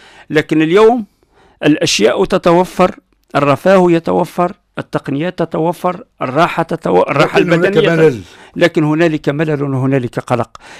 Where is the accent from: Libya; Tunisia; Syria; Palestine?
Tunisia; Guellala, Medenine; born or raised there; first language Amazigh (Berber); Arabic is a second language